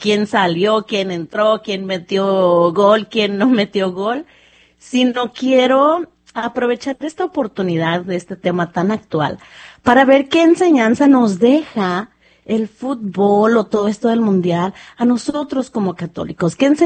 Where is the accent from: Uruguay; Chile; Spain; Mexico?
Mexico; yo soy mexicana, soy mexicoamericana, tengo las dos ciudadanías